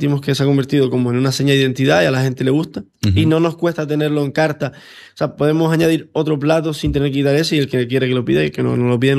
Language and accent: Spanish; Canary Islands, Spain; todos somos canarios